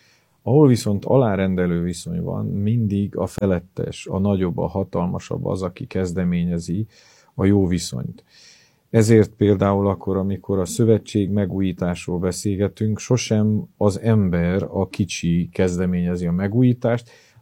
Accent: Miercurea Nirajului, Mureș County, Romania; A nyáredszeredai gyülekezetben nőttem fel

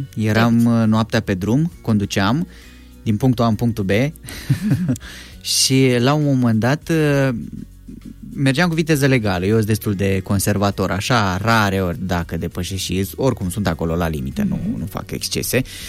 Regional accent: Iași, Iași County, Romania; eu sunt de la Iași

